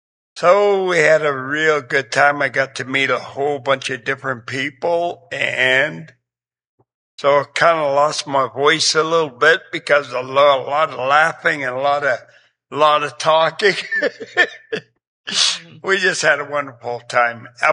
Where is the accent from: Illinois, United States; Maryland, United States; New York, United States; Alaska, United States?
Alaska, United States; Dillingham; moved away; I am originally from Dillingham.